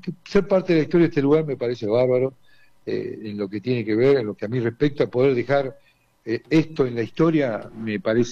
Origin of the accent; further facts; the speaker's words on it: Cutral Có, Neuquén, Argentina; also born or lived in El Maitén, Chubut; yo soy de Cutralcó. Si bien nací en el Maitén Chubut, pero estoy criado acá, soy de Cutralcó. Soy de la República de Cutralcó.